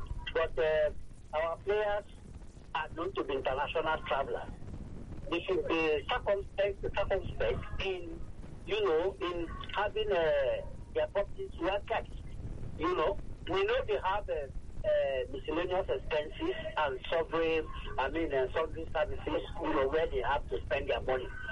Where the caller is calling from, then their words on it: Abaranje, Ikotun, Lagos, Nigeria; I'm calling from Abaranje, Nikoso.